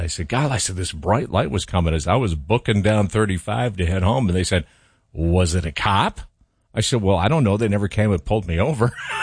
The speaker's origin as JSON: {"language": "English", "region": "Minnesota", "country": "United States", "tie": "born or raised there", "moved": "yes", "said": "growing up in Minnesota"}